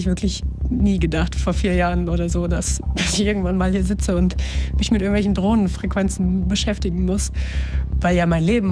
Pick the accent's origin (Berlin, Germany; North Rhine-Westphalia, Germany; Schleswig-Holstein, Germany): North Rhine-Westphalia, Germany; Münster; moved away as an adult; now in Kramatorsk, Ukraine; Ich heiße … ich bin 26 Jahre alt, ich komme ursprünglich aus Münster, aber momentan leite ich hier in Kramatorsk im Donbass in der Ostukraine eine NGO.